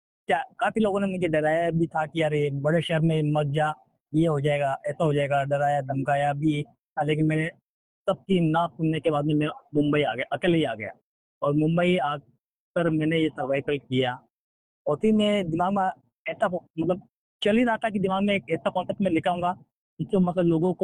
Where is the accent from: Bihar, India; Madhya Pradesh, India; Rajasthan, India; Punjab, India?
Rajasthan, India; now in Mumbai, India